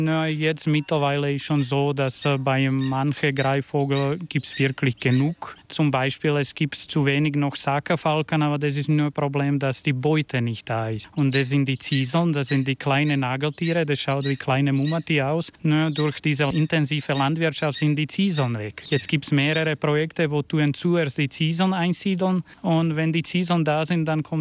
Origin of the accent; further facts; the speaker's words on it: Slovakia; now in Rauris, Austria; Bei uns in der Slowakei